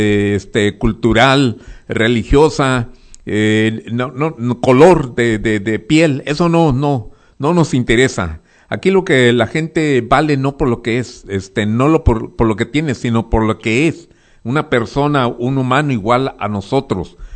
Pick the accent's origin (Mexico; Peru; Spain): Mexico